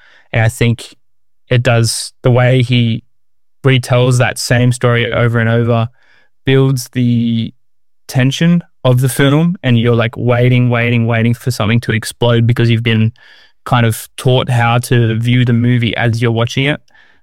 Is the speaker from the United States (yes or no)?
no; Australia; moved away as an adult; now in Paris, France; I'm from Australia. I've been in Paris since January, just on a year-long working holiday visa.